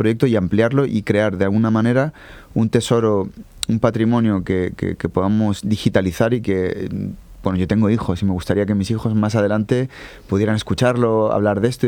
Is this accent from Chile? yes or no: yes; Santiago, Santiago Metropolitan Region, Chile; now in Santander, Spain; Santander, bueno, yo no soy santanderino de nacimiento, soy solamente santanderino de adopción. Vengo de Santiago de Chile.